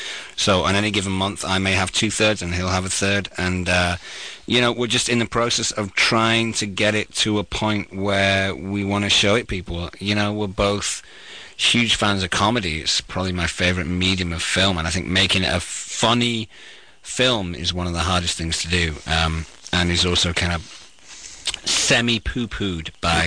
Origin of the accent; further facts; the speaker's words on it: England, United Kingdom; Okay, I'm English, so I have no idea what a shout out is.